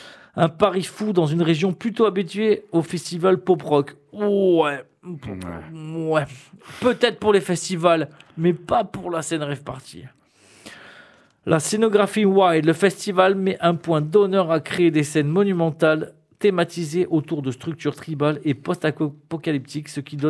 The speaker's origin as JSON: {"language": "French", "region": "Hauts-de-France", "country": "France", "said": "moi, je suis ch'ti polonais"}